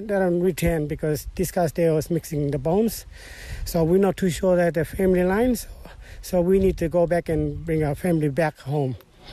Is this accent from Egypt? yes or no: no; Gunbalanya, Northern Territory, Australia; I was born in Darwin. I grew up in Kumbalanya, but my homeland is Meningwere